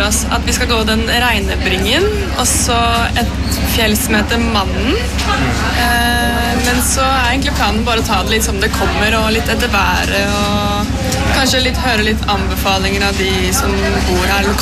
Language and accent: Norwegian; Oslo, Norway; kommer jeg fra Oslo.